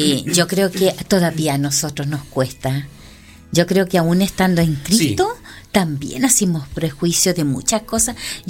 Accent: Chile; yo decía, ¿de dónde vienes tú? De la... Yo no quería nombrar la O'Higgins. Entonces yo decía, de la Pablo, la que está detrás de la O'Higgins.

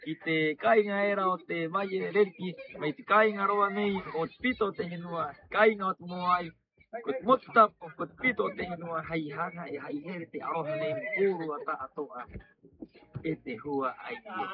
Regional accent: Easter Island, Valparaíso, Chile; dentro de nuestra isla habitan muchos sabios

